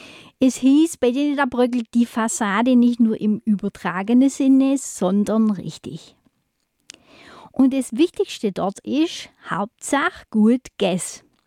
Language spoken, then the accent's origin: German; Swabia, Germany